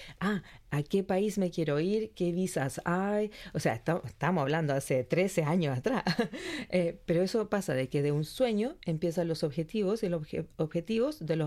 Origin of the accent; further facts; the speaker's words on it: Chile; Entonces ya el español es muy diferente. Yo soy chilena. Por tanto, ya tenía que empezar a hablar un español más neutro.